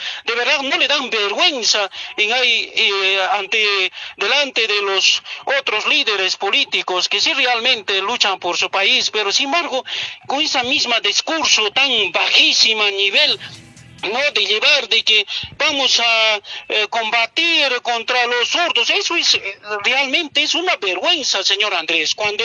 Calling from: Cusco, Peru; como ciudadano que somos nosotros, los cusqueños

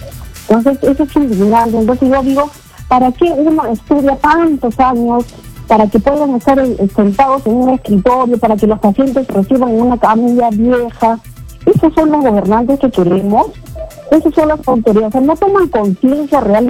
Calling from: Peru; todos somos peruanos.

